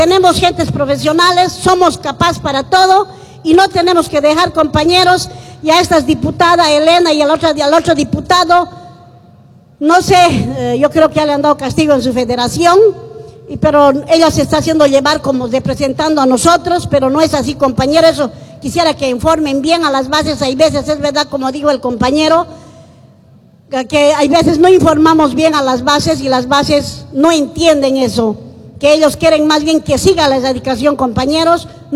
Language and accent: Spanish; Bolivia; como buenos soldados bolivianos